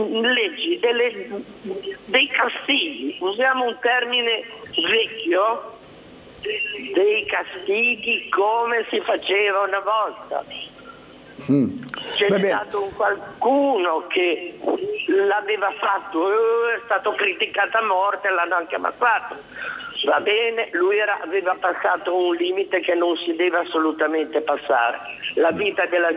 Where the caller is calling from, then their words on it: Genoa, Liguria, Italy; sono di Genova.